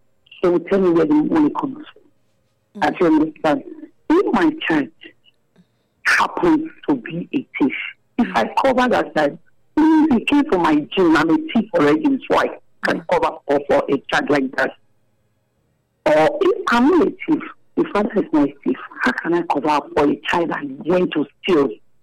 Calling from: Germany; I'm calling from Germany.

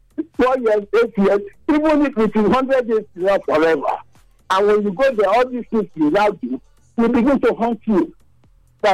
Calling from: Nigeria; I'm calling from Santana Junction, Ebosha Community.

